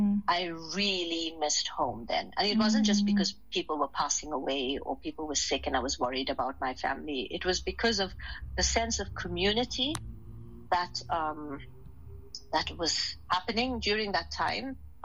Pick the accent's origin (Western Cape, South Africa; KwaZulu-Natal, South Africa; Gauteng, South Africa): KwaZulu-Natal, South Africa; Durban; now in United Kingdom; I'm South African.